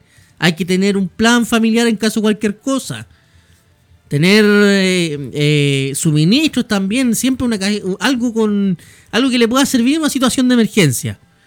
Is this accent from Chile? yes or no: yes; Chile